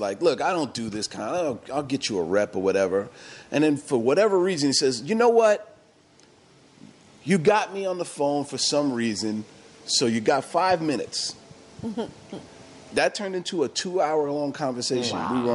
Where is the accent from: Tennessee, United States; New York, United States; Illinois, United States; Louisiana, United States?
New York, United States; New York City; I'm born and raised in New York City.